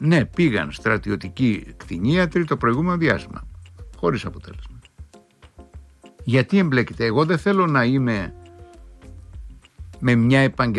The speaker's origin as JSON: {"language": "Greek", "region": "Crete", "country": "Greece", "said": "στην Πατρώα μας γη, κοντοχωριανή μας ο Ανδρουλάκη, 4-5 χιλιόμετρα το χωριό του από το χωριό μου"}